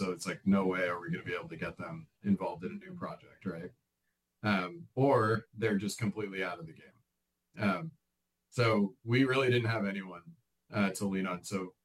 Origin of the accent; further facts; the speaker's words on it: Bay Area, California, United States; now in Sacramento, United States; We grew up in the Bay Area. John still lives there. I live in Sacramento now.